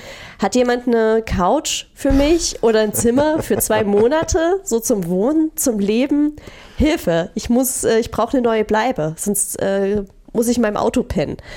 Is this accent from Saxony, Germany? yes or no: yes; Crimmitschau, Saxony, Germany; moved away; Ja, genau. Ich bin aus Krimmitschau hergezogen.